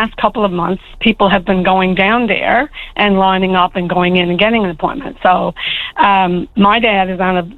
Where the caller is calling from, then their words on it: Fortune, Newfoundland and Labrador, Canada; I'm calling from the Burn Peninsula, from Fortune, actually.